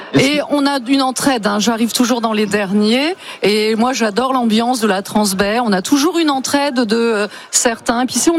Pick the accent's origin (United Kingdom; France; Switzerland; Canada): France; Hauts-de-France; Moi, je suis de l'Oise. Voilà, je suis professeur des écoles dans l'Oise.